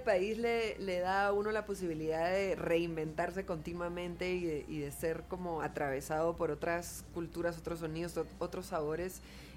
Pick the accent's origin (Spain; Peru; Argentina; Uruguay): Peru; now in Mexico; yo me siento muy peruana, soy muy peruana, pero sobre todo me siento muy latina.